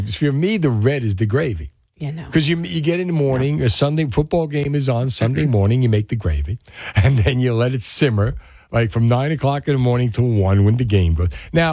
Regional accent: New Jersey, United States; Oh, I am from North Jersey

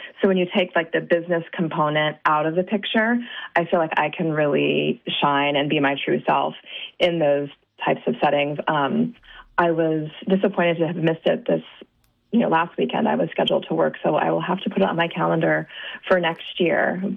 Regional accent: Fairfax, Virginia, United States; I am a Fairfax, born and raised in Fairfax, so

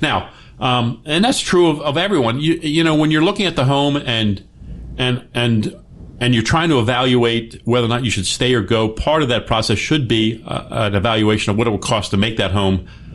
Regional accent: Baltimore, Maryland, United States; pools are much more valuable in Las Vegas than they are in my hometown of Baltimore.

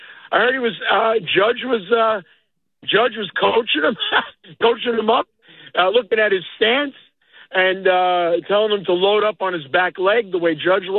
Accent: Hicksville, New York, United States; from Syosset, but I'm from Hicksville originally.

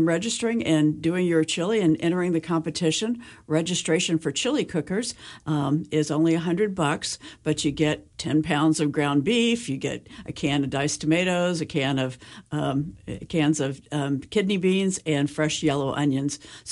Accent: Midwest, United States; now in Virginia, United States; Yeah, I come from the Midwest where you put spaghetti in chili.

